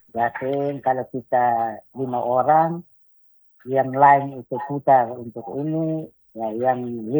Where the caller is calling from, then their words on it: East Nusa Tenggara, Indonesia; Kita orang Manomelon